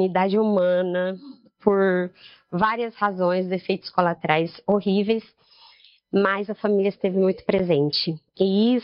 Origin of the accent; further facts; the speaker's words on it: Barretos, São Paulo, Brazil; tenho 43 anos, sou daqui de Barretos mesmo.